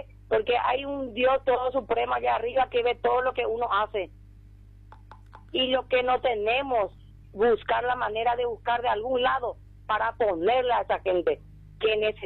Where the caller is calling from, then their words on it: Presidente Franco, Alto Paraná, Paraguay; yo hace 15 años que estoy en Franco